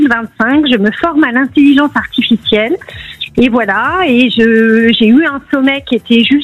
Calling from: Île-de-France, France; Je vous appelle de la région parisienne.

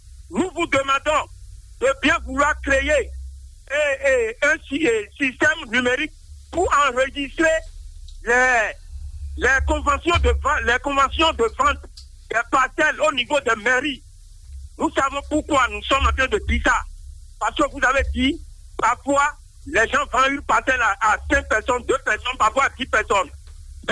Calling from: Porto-Novo, Ouémé, Benin; Je vous appelle depuis Volenta 2 Porto Novo.

